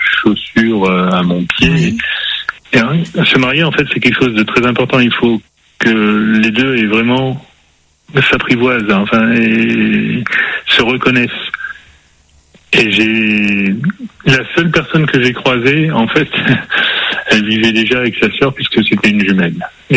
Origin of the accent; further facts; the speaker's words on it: Hauts-de-France, France; moved away; je ne suis pas savoyard d'origine. Je viens des rivages de la mer du Nord.